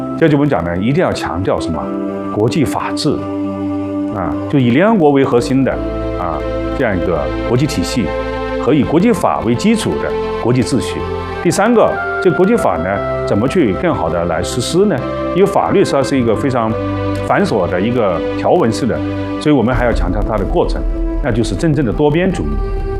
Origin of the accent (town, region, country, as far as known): China